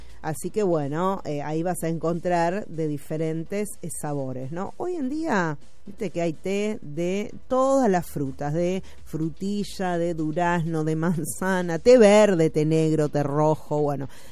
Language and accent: Spanish; Argentina